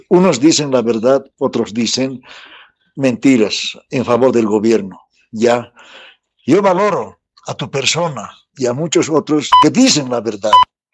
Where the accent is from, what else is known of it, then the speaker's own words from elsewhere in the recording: Bolivia; nuestra nación boliviana, que un presidente sea el mensajero. Da rabia. Tenemos dignidad, Pedrito. Como boliviano me siento bien triste.